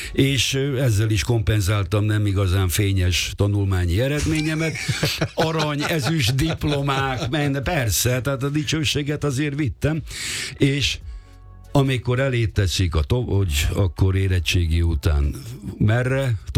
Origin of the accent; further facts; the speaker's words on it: Budapest, Hungary; És hát ott nőttem föl, ott voltam tag